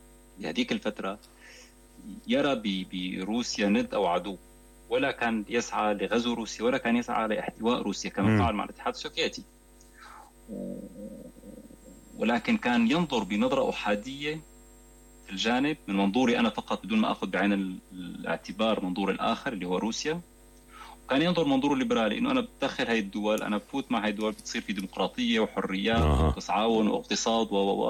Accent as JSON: {"language": "Arabic", "country": "Syria", "said": "كإنسان كسوري"}